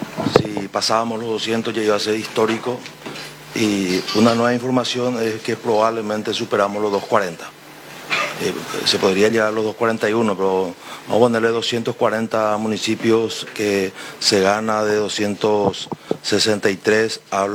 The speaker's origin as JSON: {"language": "Spanish", "town": "Villa Hayes", "region": "Presidente Hayes", "country": "Paraguay", "said": "yo soy de Villa Hayes."}